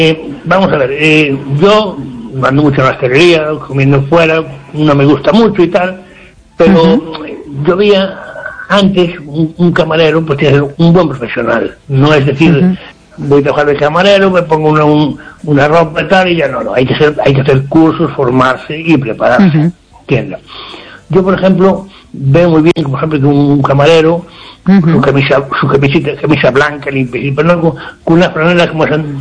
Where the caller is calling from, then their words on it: Ferrol, Galicia, Spain; aquí de Ferrol.